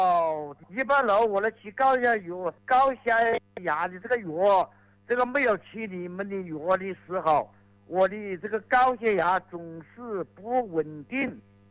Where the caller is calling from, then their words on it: Wuhan, Hubei, China; 我是汉南区沙猫镇。